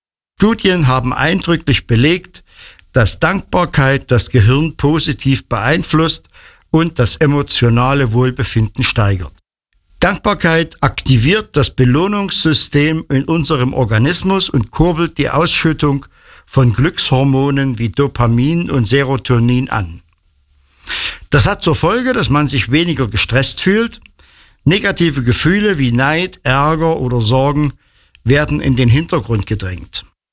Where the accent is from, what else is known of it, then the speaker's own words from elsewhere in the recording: Mansfeld, Saxony-Anhalt, Germany; ich komme aus Mansfeld.